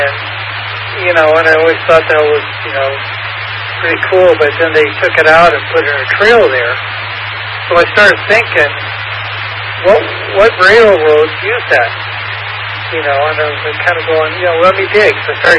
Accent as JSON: {"language": "English", "town": "Renton", "region": "Washington", "country": "United States", "tie": "born or raised there", "moved": "yes", "lives_now": "Union City, United States", "said": "when I was growing up in Renton, we lived way out on the edges of Renton in this woods."}